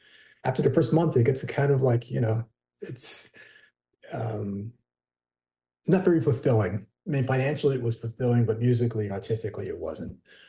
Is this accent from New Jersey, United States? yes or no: yes; New Jersey, United States; I think they liked the idea that I was from New Jersey.